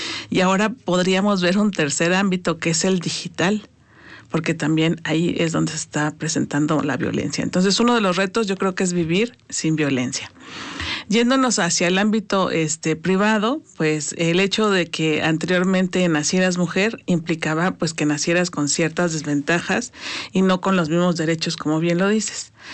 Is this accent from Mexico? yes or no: yes; Mexico; born there; yo, que ya tengo más de 50 años, nací sin que en México estuviera el derecho a la igualdad entre hombres y mujeres.